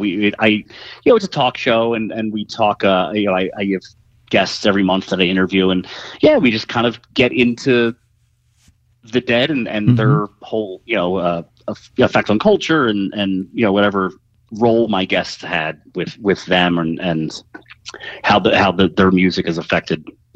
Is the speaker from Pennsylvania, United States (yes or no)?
yes; Philadelphia, Pennsylvania, United States; I grew up in Overbrook. I grew up in West Philly, I took the L down to the Spectrum